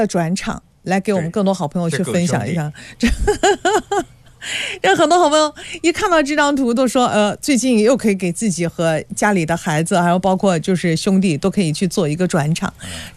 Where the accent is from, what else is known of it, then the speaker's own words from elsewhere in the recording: Jiangsu, China; 像我们就是江苏人啊，就是江苏人、苏南